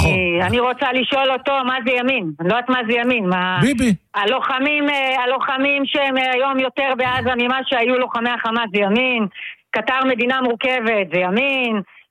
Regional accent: Migdal HaEmek, Northern District, Israel; אני גדלתי במגדל העמק, באמת גדלתי בבית מסורתי, ימני. ליקודי מאוד.

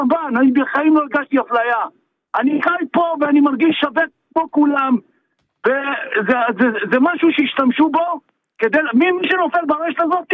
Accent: Iran; אני פרסי, פרסי הוא בן עדות המזרח, נכון?

